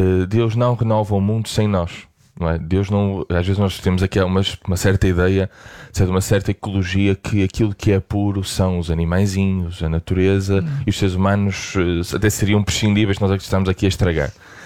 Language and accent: Portuguese; Viana do Castelo, Portugal; eu sou de Viana do Castelo